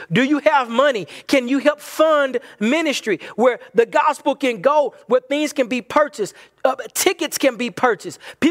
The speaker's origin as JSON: {"language": "English", "region": "Bible Belt", "country": "United States", "tie": "born or raised there", "said": "I do come from a background from where I'm from, in growing up in the Bible Belt"}